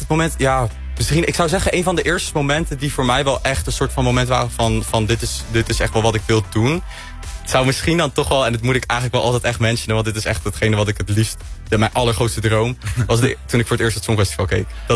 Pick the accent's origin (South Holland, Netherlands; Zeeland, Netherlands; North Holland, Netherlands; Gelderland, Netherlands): South Holland, Netherlands; Leimuiden; Ik kom uit Leimuiden. Dat niet te verwarren met IJmuiden. Maar het is van een klein dorpje. Het ligt een beetje boven Alphen aan de Rijn onder Schiphol.